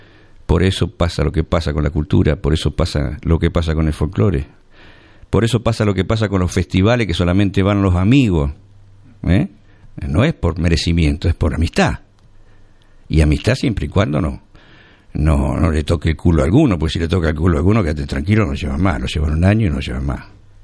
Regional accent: Argentina; los argentinos seamos más de lo que somos

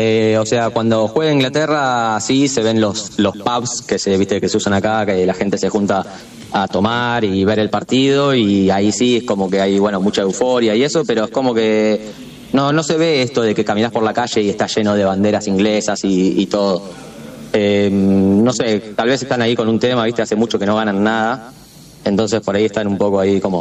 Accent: Haedo, Buenos Aires Province, Argentina; moved away; Yo soy de Aedo.

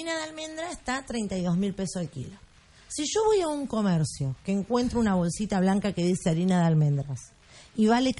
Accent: Argentina; viste cómo somos los argentinos

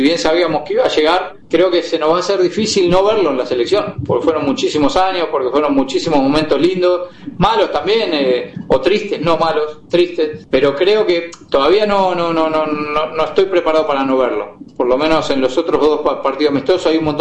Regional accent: Argentina; moved away as an adult; now in Spain; es tristeza como argentino

